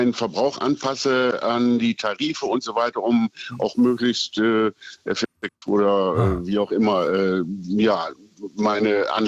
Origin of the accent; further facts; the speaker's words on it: Berlin, Germany; Als Berliner bin ich ja besonders betroffen von Energieschwankungen